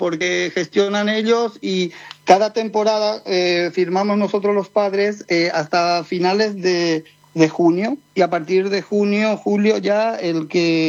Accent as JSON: {"language": "Spanish", "town": "Caraguatal", "country": "Paraguay", "moved": "as an adult", "lives_now": "Madrid, Spain", "said": "Yo soy de Caraguatal."}